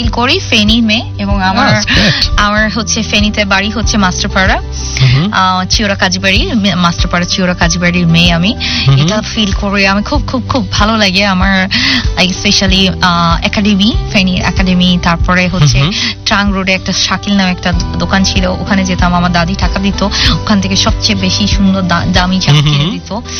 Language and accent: Bangla; Noakhali, Chittagong Division, Bangladesh; also born or lived in Khulna; আমরা নোয়াখালীরা যেখানে যাই না কেন সেখানেই বন্ধুত্ব পাই ফেলি